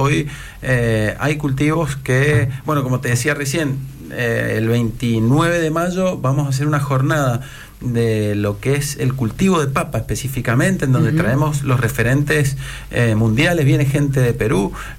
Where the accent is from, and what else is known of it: Mendoza, Argentina